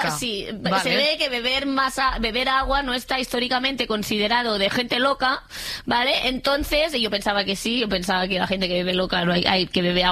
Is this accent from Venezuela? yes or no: no; Catalonia, Spain; Yo bebo agua porque soy catalana, ¿vale?